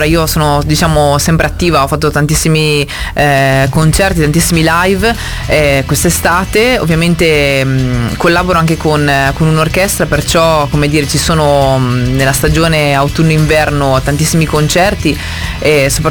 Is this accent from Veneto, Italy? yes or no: yes; Verona, Veneto, Italy; moved away as an adult; now in Province of Mantua, Italy; sono nata a Verona, alla fine ho studiato sempre a Verona perché il liceo classico l'ho fatto a Verona